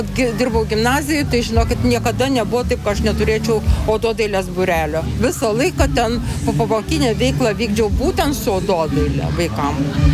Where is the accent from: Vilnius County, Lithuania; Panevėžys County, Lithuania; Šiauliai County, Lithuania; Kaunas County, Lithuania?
Šiauliai County, Lithuania; Šiauliai; born there; Aš labai esu lojali ir myliu Akmenę, nors gimiau Šiauliuose